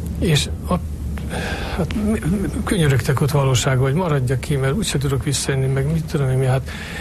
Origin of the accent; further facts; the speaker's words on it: Hungary; hát én nem tudok Magyarország nélkül élni, hát én hűséges maradtam a hazámhoz, szeretem a hazámat, magyar vagyok.